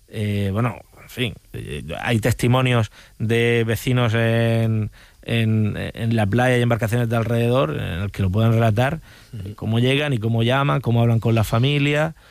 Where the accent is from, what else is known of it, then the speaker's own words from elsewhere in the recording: Region of Murcia, Spain; trabajar por los murcianos y trabajar por mi tierra